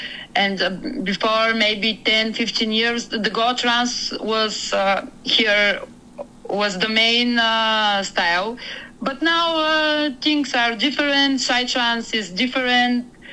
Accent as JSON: {"language": "English", "town": "Varna", "region": "Varna Province", "country": "Bulgaria", "moved": "yes", "lives_now": "Plovdiv, Bulgaria", "said": "I'm from Varna, Bulgaria, but now I live in Plovdiv. Plovdiv is in the middle of Bulgaria."}